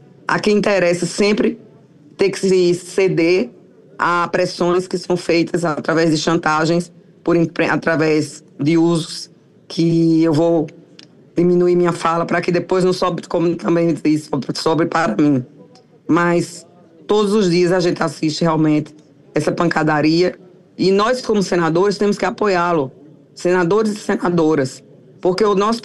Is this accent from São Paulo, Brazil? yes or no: no; Paraíba, Brazil; eu quero agradecer como paraibana.